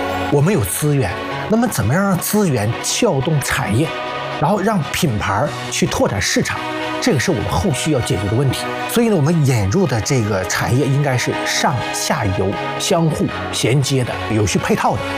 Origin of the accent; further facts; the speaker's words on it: Jilin, China; 我们吉林省